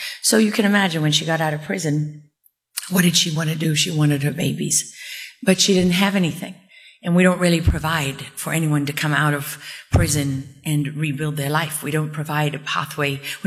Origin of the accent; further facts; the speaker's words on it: South Africa; So she said, I was sort of what we call in South Africa a lamaki, because I'm born and raised in South Africa.